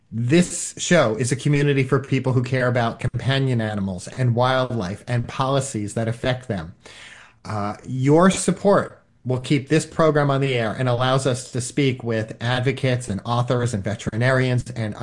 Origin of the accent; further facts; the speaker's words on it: Washington Township, New Jersey, United States; I grew up in Washington Township in Bergen County, New Jersey. I grew up on a man-made lake, not a giant lake